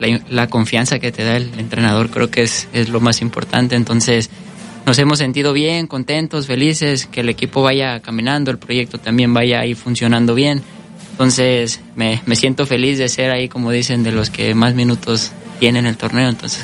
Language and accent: Spanish; Mazatlán, Sinaloa, Mexico; pues yo soy de Mazatlán, Sinaloa, entonces es un poco parecido el tema de la humedad, el calor